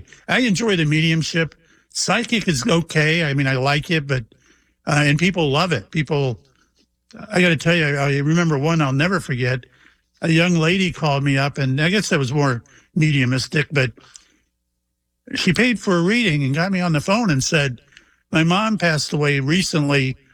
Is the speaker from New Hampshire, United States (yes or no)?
no; Mayport, Florida, United States; I was on the Shangri-La out of my hometown of Mayport, you know, where I live.